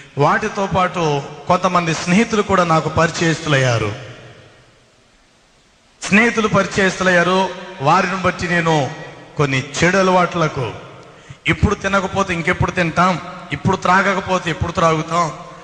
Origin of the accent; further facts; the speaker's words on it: Rajahmundry, Andhra Pradesh, India; మా స్వగ్రామం Rajahmundry మస్జీద్ centre, Jampeta మస్జీద్ centre.